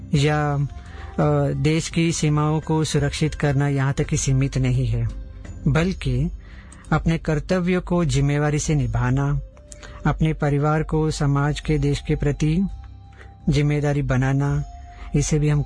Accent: Mumbai, Maharashtra, India; तो मेरा बचपन सब मुंबई में हुआ, मेरे परिवार

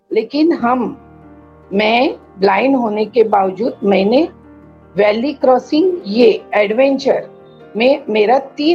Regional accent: Saramble, Maharashtra, India; मैं सिंधुदुर्ग जिला के सरंबल गांव से बिलोंग करती हूँ, कुडाल तालुका है हमारा।

